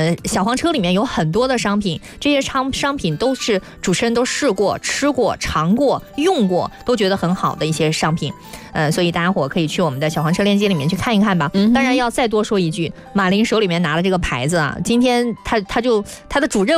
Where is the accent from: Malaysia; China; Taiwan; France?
China; Gansu; now in Guangzhou, China; 我寄到我们甘肃老家都会包邮